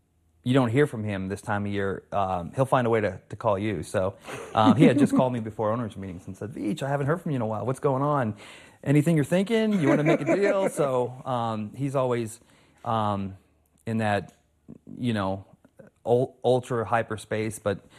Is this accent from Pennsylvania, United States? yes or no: yes; Pennsylvania, United States; And I'm from Pennsylvania.